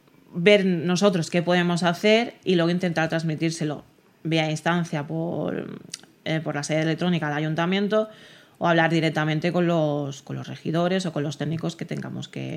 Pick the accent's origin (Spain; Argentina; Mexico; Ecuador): Spain; yo, que soy de Can Roca